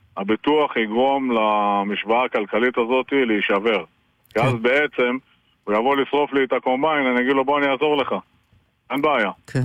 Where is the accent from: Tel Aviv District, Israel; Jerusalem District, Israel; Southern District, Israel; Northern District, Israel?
Northern District, Israel; Metula; אני גדלתי במטולה. אני בן למשפחה שחיה במטולה רק 130 שנה.